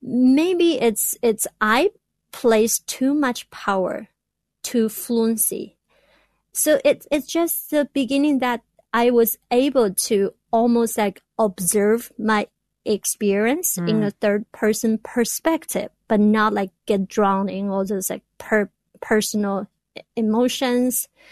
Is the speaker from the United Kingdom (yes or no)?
no; China; English is a second language; now in United States; I came all the way from China and to manage to be here.